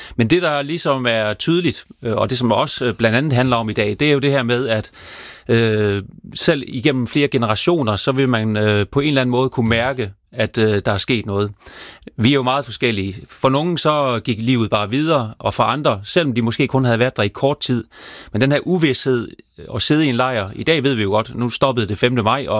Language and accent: Danish; Region of Southern Denmark, Denmark; Altså, nu er jeg selv fra Sønderjylland, og der er jo bare nogle ting, der sætter sig igennem generationer